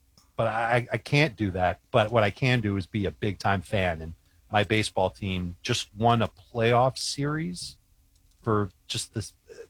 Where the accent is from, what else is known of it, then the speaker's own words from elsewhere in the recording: Illinois, United States; moved away; He's from the South Suburbs. I'm from the South Suburbs.